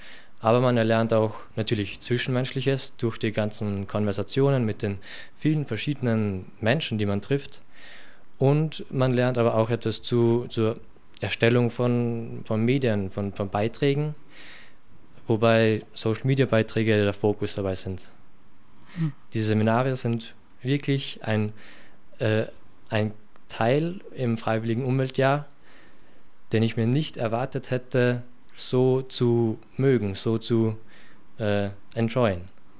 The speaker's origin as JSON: {"language": "German", "town": "Bad Aussee", "region": "Styria", "country": "Austria", "said": "Ich komme aus Bad Aussee und komme mit dem Zug, pendle täglich hin und her."}